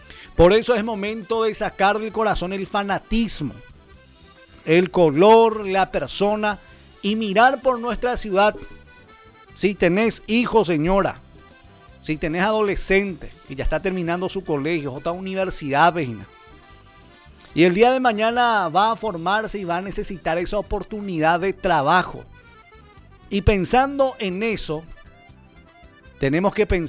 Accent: Pedro Juan Caballero, Amambay, Paraguay; como pedrojuaninos, como paraguayos, de esta manera mirar el futuro de nuestra ciudad, Pedro Juan Caballero.

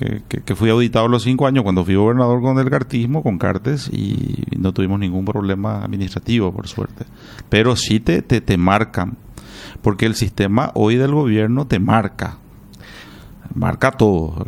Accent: Coronel Oviedo, Caaguazú, Paraguay; nuestros municipios del Caguazú, donde soy oriundo, de Coronel Oviedo

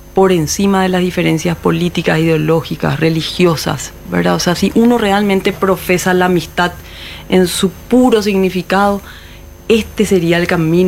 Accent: Paraguay; todo lo que como paraguayos siempre decimos que tenemos.

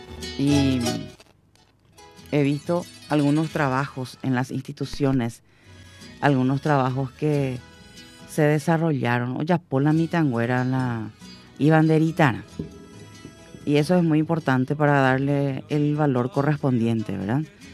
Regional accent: Paraguay; Tenemos que tratar siempre de hacer lo que nos corresponde como paraguayos

